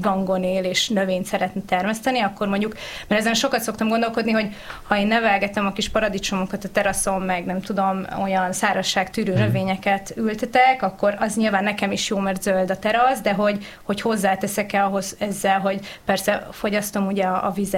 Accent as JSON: {"language": "Hungarian", "town": "Nyíregyháza", "region": "Szabolcs-Szatmár-Bereg", "country": "Hungary", "tie": "born or raised there", "said": "gyerekként a Nyíregyházának, ahol én felnőttem"}